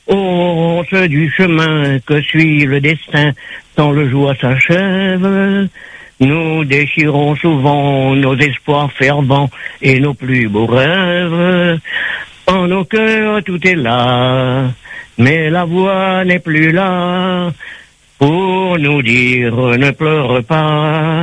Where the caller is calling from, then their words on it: Saint-André, Réunion; Oui, je suis de Saint-André.